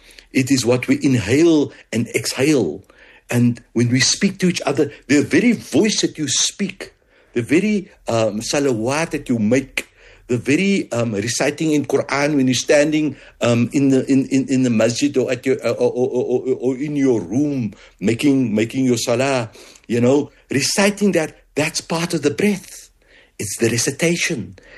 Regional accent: Cape Town, Western Cape, South Africa; born there; now in Johannesburg, South Africa; I was born in District 6

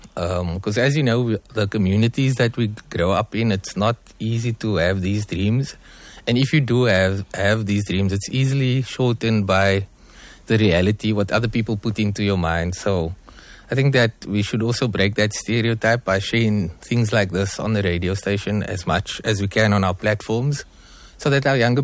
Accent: Cape Town, Western Cape, South Africa; I'm born and raised right here in Athlone, not too far from the radio station.

